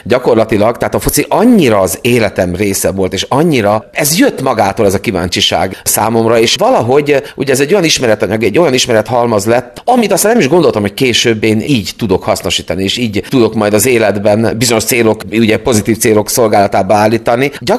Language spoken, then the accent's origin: Hungarian; Fehérgyarmat, Szabolcs-Szatmár-Bereg, Hungary; a Potyok partjáról, ami most ugye rendezvénytér, hiszen ott nőttem fel a futballpálya szomszédságában